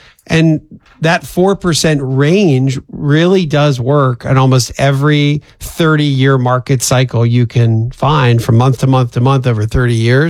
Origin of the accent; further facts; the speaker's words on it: Pennsylvania, United States; I'm from Pennsylvania